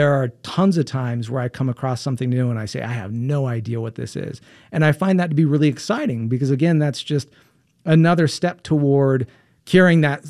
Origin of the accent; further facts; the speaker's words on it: Utah, United States; you know, I'm from Utah. I spent a lot of time in the mountains.